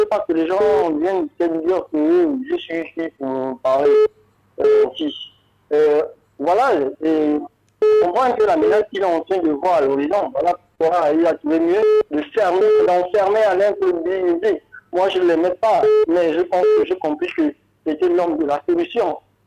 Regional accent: Gabon; je suis un Gabonais, moi je suis un Gabonais, tu m'entends.

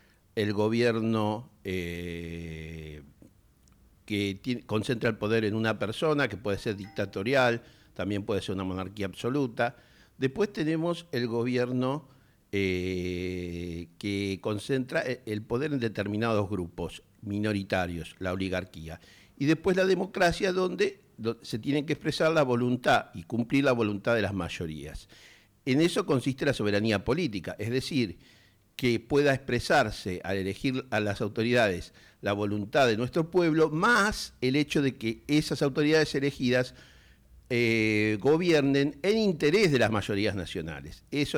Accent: Argentina; Queridos compatriotas, como siempre le decimos, somos un gran pueblo que vive en un hermoso territorio

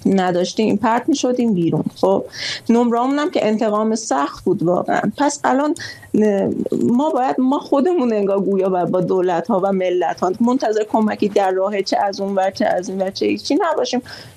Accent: Iran; همه ما ایرانیام

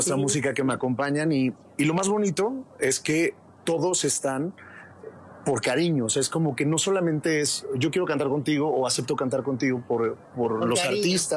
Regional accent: Huamantla, Tlaxcala, Mexico; moved away; Pues vengo de Huamantla, o sea, al final, como digo, que uno sale del pueblo, pero el pueblo no sale de uno.

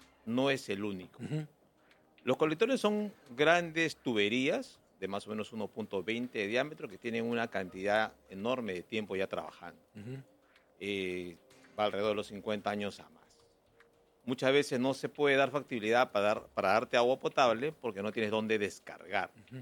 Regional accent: Lima, Peru; Nosotros como limeños

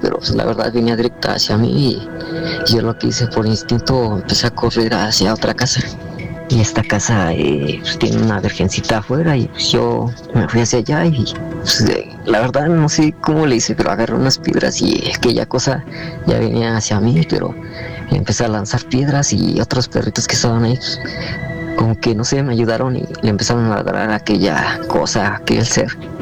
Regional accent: Toluca, State of Mexico, Mexico; Soy de Toluca y mi sobrenombre, pues, lo voy a poner así, ¿no? … Soy de Toluca y no daré muchos detalles donde ocurre esto

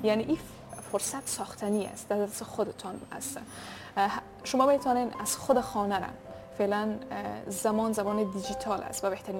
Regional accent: Afghanistan; now in Central Asia

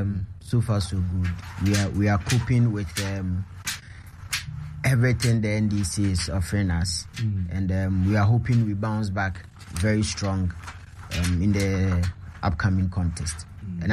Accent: Kumasi, Ashanti, Ghana; born and raised in Kumasi, the Ashanti region. I come from Santase.

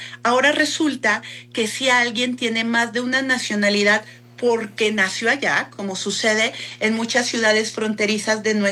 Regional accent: Zacatecas, Mexico

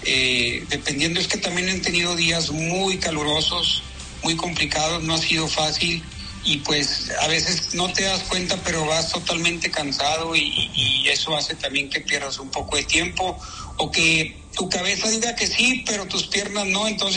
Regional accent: Mexico; now in Europe

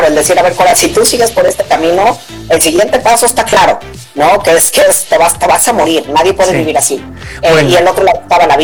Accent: Mexico

